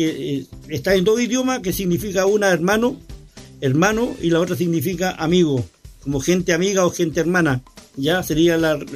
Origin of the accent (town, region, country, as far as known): Chiloé, Los Lagos, Chile